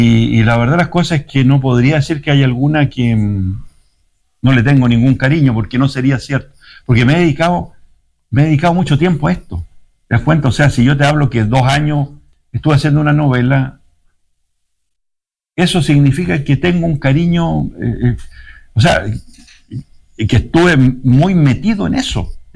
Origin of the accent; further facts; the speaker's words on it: Vicuña, Coquimbo, Chile; born there; Yo también nací en Vicuña. Mi partida de nacimiento lo dice.